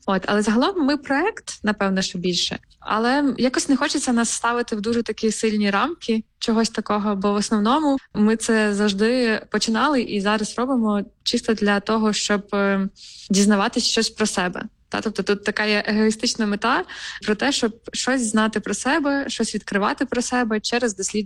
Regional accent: Chernivtsi Oblast, Ukraine; мені Буковина про дім. От, я, напевно, що і не можу якось так суб'єктивно це оцінити, тому що це моя мала батьківщина.

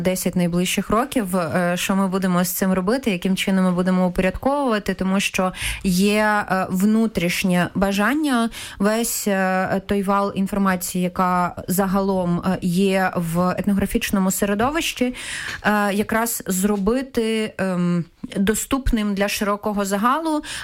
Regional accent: Kherson, Kherson Oblast, Ukraine; я родом з Херсона, де закінчила і школу, і університет.

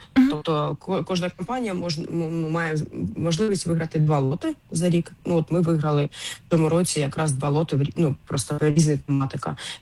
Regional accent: Kharkiv, Kharkiv Oblast, Ukraine; Я сама з Харкова. Родом.

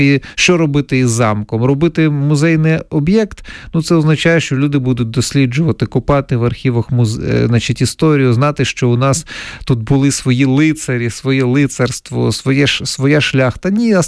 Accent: Donetsk Oblast, Ukraine; Я родом із Донеччини

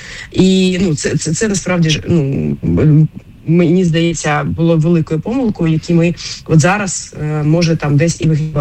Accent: Kharkiv, Kharkiv Oblast, Ukraine; Я сама з Харкова родом

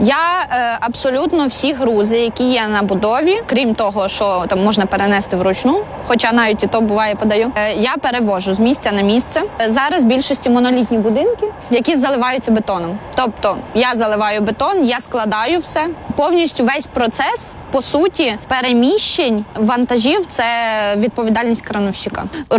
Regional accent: Rivne Oblast, Ukraine; now in Lviv, Ukraine; Я з Рівненської області, і в нас там не сильно багато кранів. Точніше, 2 на все Рівне раніше було. І я, коли переїхала в Львів

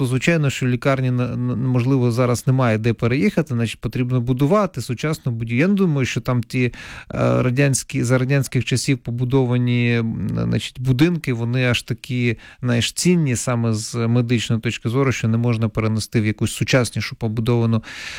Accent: Donetsk Oblast, Ukraine; я все-таки не з Тернопільщини родом, я родом із Донеччини, так?

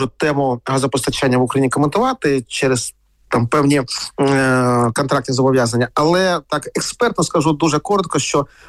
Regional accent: Kharkiv, Kharkiv Oblast, Ukraine; Якщо говорити про мій рідний Харків, то Харків за 4 роки перейшов від системи централізованого теплопостачання

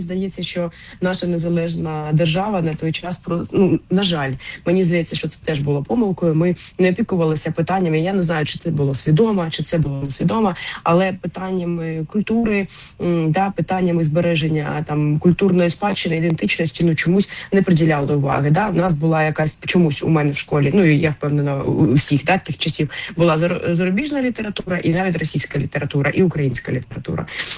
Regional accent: Kharkiv, Kharkiv Oblast, Ukraine; я сама із Харкова, і я ще, ну, жила там геть недалеко від цього будинку

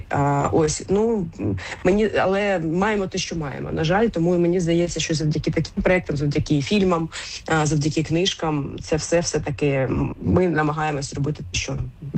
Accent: Kharkiv, Kharkiv Oblast, Ukraine; Я сама з Харкова родом

